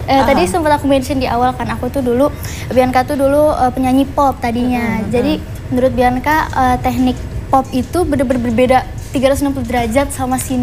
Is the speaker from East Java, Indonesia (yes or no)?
no; West Java, Indonesia; ayah beda suku nih, ayah Jawa, aku Sunda.